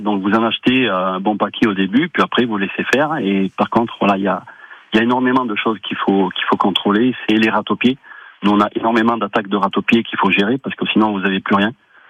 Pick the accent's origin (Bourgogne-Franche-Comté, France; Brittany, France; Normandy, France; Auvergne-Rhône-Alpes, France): Auvergne-Rhône-Alpes, France; moved away as an adult; also born or lived in Ardèche; now in Marsac-en-Livradois, France; Donc moi je viens de la Haute-Loire, on vient de la Haute-Loire. Et du coup on est parti habiter 12 ans en Ardèche en 2010, de 2010 à 2022.